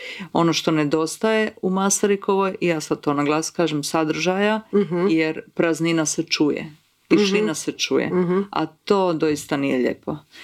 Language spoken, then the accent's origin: Croatian; Karlovac, Karlovac County, Croatia; on je iz Zadra, ja sam iz Karlovca, tako da smo bili postanari u Zagrebu